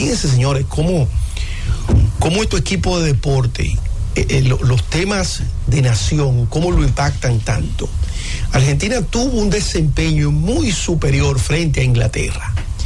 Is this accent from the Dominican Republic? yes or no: yes; Dominican Republic; Yo la pondero como dominicano